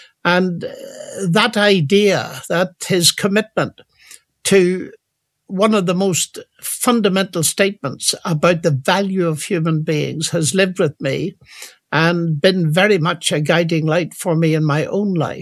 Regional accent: Northern Ireland, United Kingdom; born or raised there; moved away

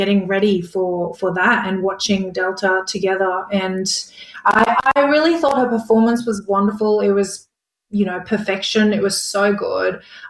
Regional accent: Brisbane, Queensland, Australia; Yeah, so I grew up in Brisbane going to a Korean church

